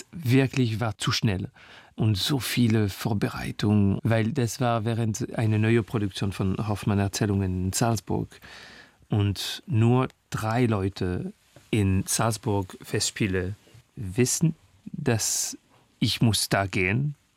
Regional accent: Paris, Île-de-France, France; born there; German is a second language; weil ich singe ein paar Kilometer von wo ich geboren bin, in Clinique des Lilas, beim 20e Arrondissement.

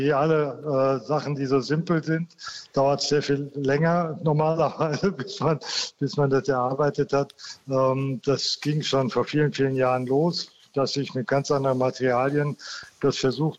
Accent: North Rhine-Westphalia, Germany; Also wir kommen ja aus Westfalen

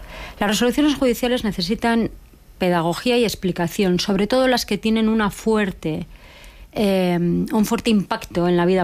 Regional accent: Basque Country, Spain; Esa acusación ha sido reiterada en mi tierra de la izquierda abertzale con los procedimientos abiertos por la vinculación por el terrorismo con ETA.

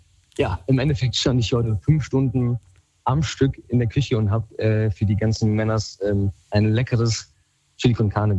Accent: Giessen, Hesse, Germany; Ich würde ganz gern zum allerersten Mal demnächst irgendwann aus meiner Heimatstadt ausziehen. Bin Urgestein Gießener, bin hier aufgewachsen und jetzt groß geworden.

